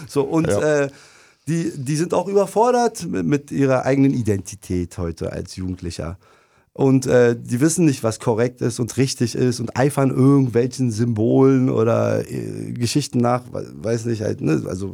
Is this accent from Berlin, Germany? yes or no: yes; Berlin, Germany; moved away; Ich bin in Berlin groß geworden.